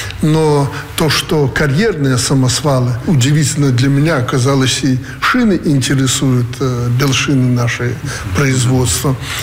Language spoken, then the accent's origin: Russian; Belarus